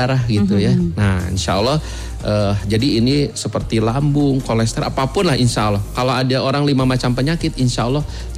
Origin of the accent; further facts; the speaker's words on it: Bandung, West Java, Indonesia; Saya orang Bandung, saya cinta Bandung